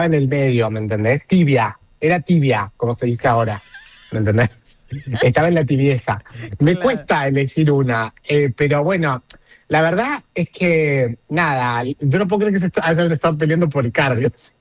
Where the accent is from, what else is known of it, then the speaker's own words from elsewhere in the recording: Córdoba, Argentina; yo soy originaria, autóctona del País de Córdoba